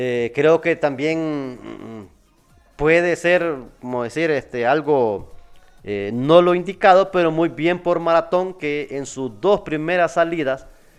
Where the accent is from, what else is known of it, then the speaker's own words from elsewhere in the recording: Honduras; con las expectativas que uno siempre tiene como hondureño